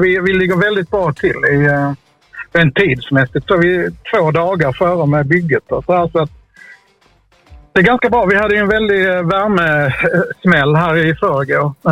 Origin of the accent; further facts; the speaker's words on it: Skåne, Sweden; jag kommer själv från Lilla Hör i Skåne som ligger 4,5 mil därifrån